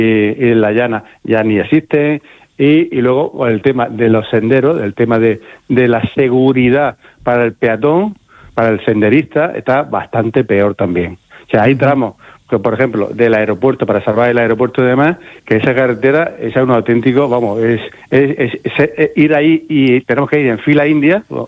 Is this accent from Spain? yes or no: yes; La Manga del Mar Menor, Region of Murcia, Spain; somos de La Manga